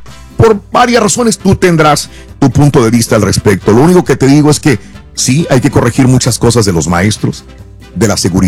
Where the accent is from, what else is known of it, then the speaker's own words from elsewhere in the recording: Mexico; porque somos mexicanos y apoyamos también a nuestra selección mexicana